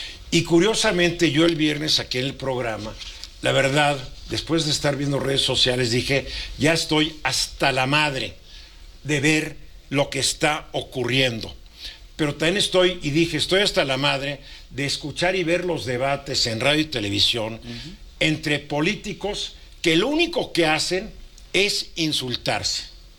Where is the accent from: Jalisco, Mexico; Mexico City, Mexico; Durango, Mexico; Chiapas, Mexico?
Mexico City, Mexico; born there; yo nací en la Ciudad de México, hijo, nieto, bisnieto, tataranieto de chiapanecos. Pero no niego mi origen mexica.